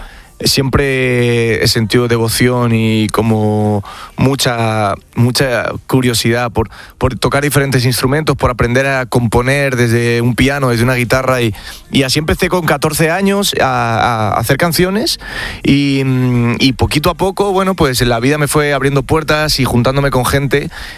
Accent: Spain; pero bueno, de primera mano en España, en mi país, abrazó la primera canción que saqué, que se llamaba

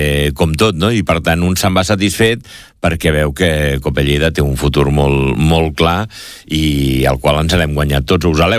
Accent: Montcada, Catalonia, Spain; also born or lived in Lleida; ja no sóc només de Montcada, sinó que ara sóc de Montcada i també he estat de Lleida

